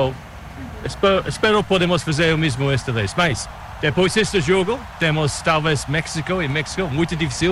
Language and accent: Portuguese; England, United Kingdom; Portuguese is a second language; Sou inglês e estamos acostumados a esse time faltando.